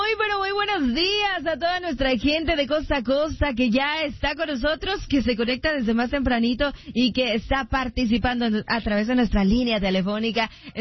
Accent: France; Yo soy de Francia.

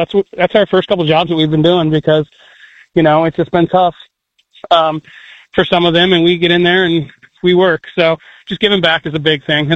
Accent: Beech Grove, Indiana, United States; I'm originally from Beech Grove. I graduated from Beech Grove, and it's an important community to me

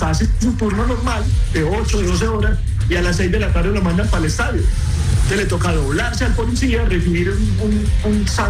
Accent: Medellín, Antioquia, Colombia; Miren, yo soy de Medellín. Nosotros amamos mucho a nuestro estadio de Atanasio Girardot

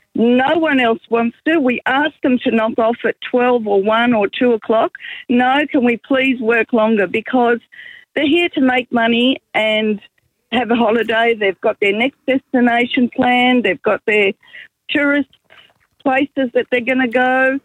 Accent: Mildura, Victoria, Australia; I'm a farmer from Mildura.

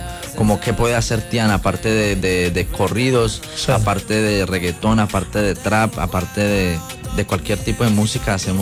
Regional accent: Colombia; moved away; soy el colombiano que se fue de Colombia a buscar ese sueño

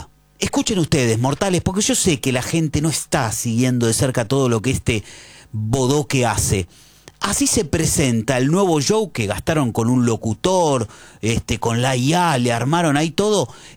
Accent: Argentina; algo que nos haga sentir bien como argentinos, no.

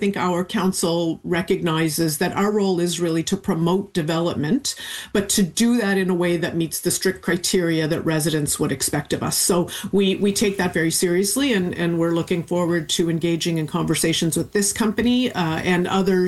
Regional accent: Canada; I think as a Canadian

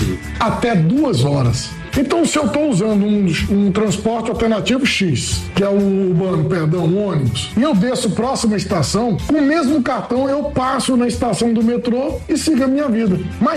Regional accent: Brasília, Federal District, Brazil; Eu estou em Brasília há 60 anos. Eu nasci, cresci em Brasília e estou tendo o prazer de administrar Águas Claras.

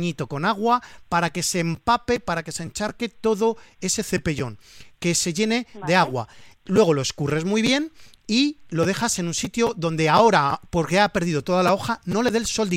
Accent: Valencian Community, Spain

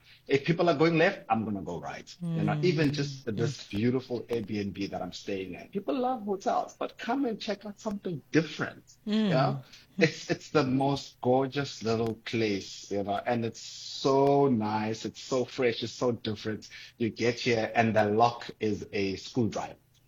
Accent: South Africa; They'd come up to me and they'd ask me, where are you from? And I say, South Africa. And they just start talking.

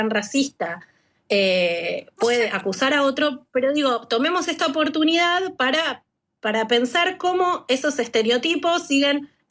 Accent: Argentina

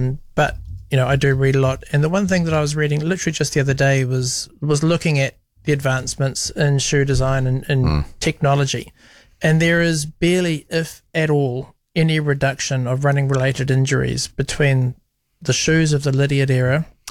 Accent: Napier, Hawke's Bay, New Zealand; when I was growing up as a kid, I grew up in Napier.

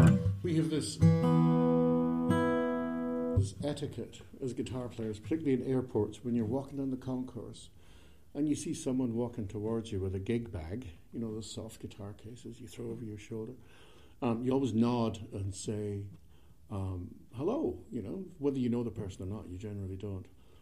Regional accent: Scotland, United Kingdom; accent: Scottish; I said in my lovely Scottish accent

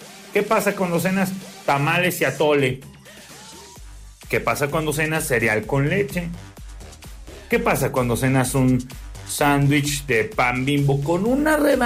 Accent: Mexico; Aunque parezca suizo, aunque parezca europeo, no, soy mexicano.

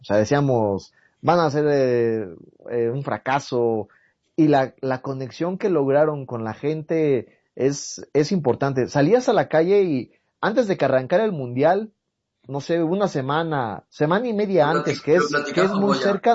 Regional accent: Mexico

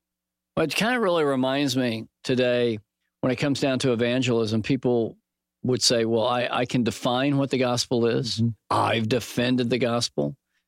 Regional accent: Oklahoma, United States; also born or lived in Colorado; I grew up in Oklahoma, spent some time in Colorado where, well, down in Oklahoma, it's almost a Bible Belt.

